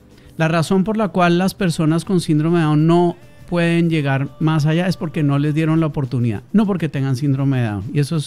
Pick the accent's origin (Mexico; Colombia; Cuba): Colombia; moved away as an adult; now in Peru; Yo tengo 30 años en Perú, yo soy de Colombia, 30 años en Perú